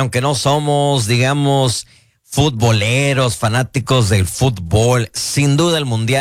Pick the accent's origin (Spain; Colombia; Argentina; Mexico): Mexico